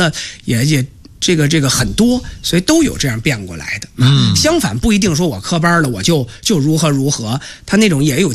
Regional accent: Beijing, China; 我们家呢是在北京的郊区房山，就那个时候我是86年出生的，那么我能记事啊，包括我五六岁啊或者六七岁能上学的时候也都是在房山。

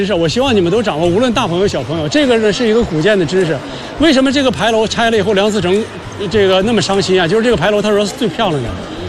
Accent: Beijing, China; 作为我们北京人

